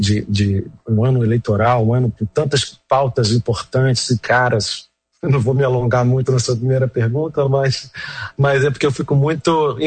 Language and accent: Portuguese; Rio de Janeiro, Brazil; Eu sou carioca, nasci no Rio de Janeiro